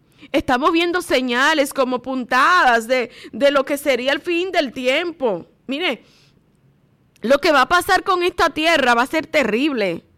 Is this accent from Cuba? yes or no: no; Dominican Republic; qué compromiso tenemos como dominicanos delante de Dios